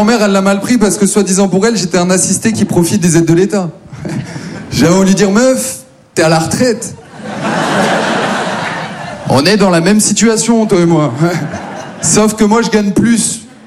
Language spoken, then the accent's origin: French; Maubeuge, Hauts-de-France, France; now in Paris, France; Moi, je viens de Maubeuge. Ouais, ça met jamais une bête d'ambiance, ça, t'as vu je... Jamais les gens sont contents, quoi. Non, Maubeuge, c'est une petite ville dans leur Pas-de-Calais. Maintenant, tout va bien, j'habite à Paris.